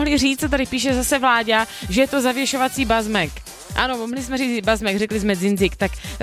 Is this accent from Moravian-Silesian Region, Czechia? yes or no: yes; Ostrava, Moravian-Silesian Region, Czechia; prostě jsme z Ostravy a my víme, že občas používáme ostravská slovíčka